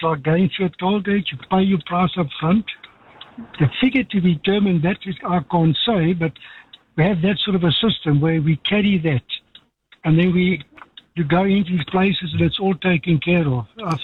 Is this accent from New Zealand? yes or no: yes; New Zealand; because even as a New Zealander, if I go down to Cathedral Cove, I've got to pay whether I'm a tourist or not.